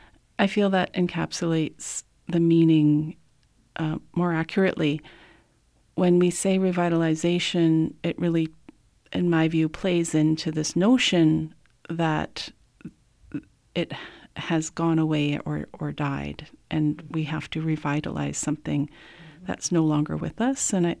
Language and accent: English; Prince Rupert, British Columbia, Canada; also born or lived in Masset; I was born in Masset, but I grew up in Prince Rupert, and I've returned to Masset with to raise my family.